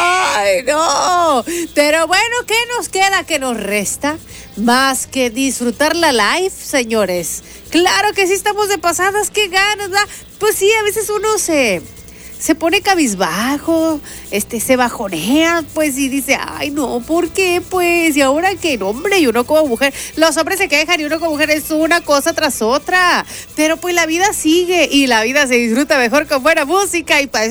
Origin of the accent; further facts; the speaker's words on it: Sinaloa, Mexico; Soy grandota, soy de Sinaloa.